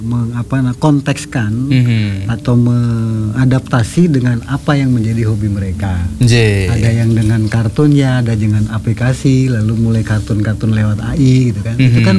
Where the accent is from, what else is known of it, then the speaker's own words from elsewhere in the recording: West Java, Indonesia; now in Yogyakarta, Indonesia; ya seperti saya nih orang urban dari Jogja gitu kan, aslinya Jawa Barat. Tetapi karena beradaptasi, ya saya di Jawa Barat akan ngomong Sunda, tapi kalau di sini ya ngomong Jawa gitu.